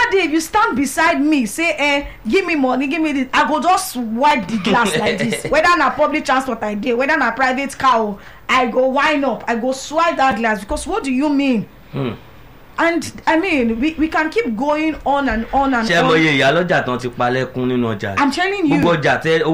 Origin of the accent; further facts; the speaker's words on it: Lagos, Nigeria; born there; it has never happened to me before because I was born in Lagos and 30 something years.